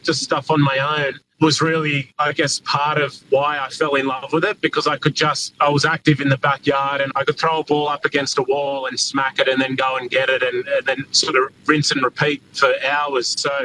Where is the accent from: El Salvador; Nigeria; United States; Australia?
Australia; Sydney, New South Wales; also born or lived in Madeira, Portugal; So I was born in Madeira, and then they moved to Sydney in Australia in 1989. So I was 2 years old at the time.